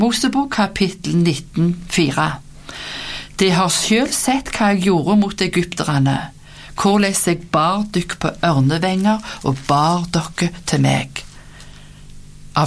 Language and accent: Norwegian; Rennesøy, Rogaland, Norway; jeg var på besøk på sykehjemmen hjemme på Rennesøy i Rogaland, der jeg kom ifra.